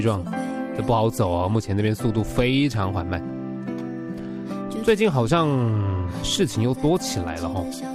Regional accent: Taiwan; 我想对于我们台湾人来

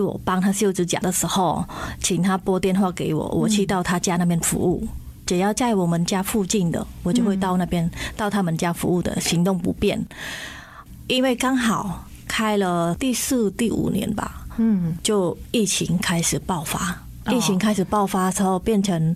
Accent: Cambodia; now in Taoyuan, Taiwan; 其实从我来到台湾之后，我觉得说，因为我住桃园嘛，那桃园的相关政府还蛮注重我们新住民的一些。开很多课程，那我也想说，哎，其实我们柬埔寨在台湾蛮少的

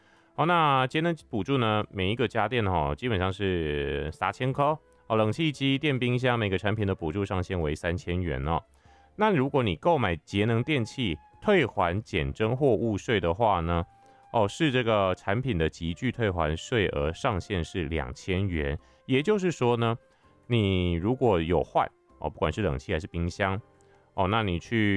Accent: Taiwan; 那我们台湾人呢，虽然已经习惯了哈

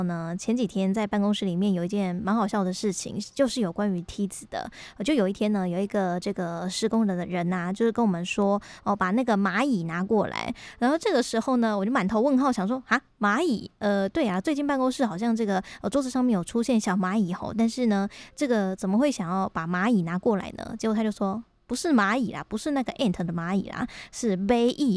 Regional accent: Taiwan; 我们台湾人

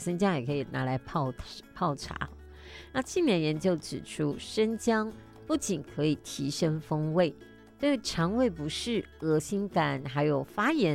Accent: Taiwan; 我们台湾人

